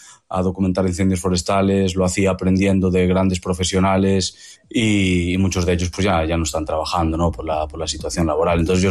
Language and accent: Spanish; Galicia, Spain; trabajando en mi tierra, en Galicia, con una temática como la de los incendios forestales.